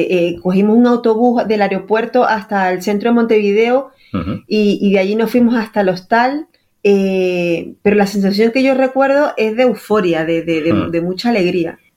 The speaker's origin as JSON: {"language": "Spanish", "country": "Venezuela", "moved": "yes", "lives_now": "Spain", "said": "Yo soy de Venezuela, lo que pasa es que llevo muchos años aquí en España"}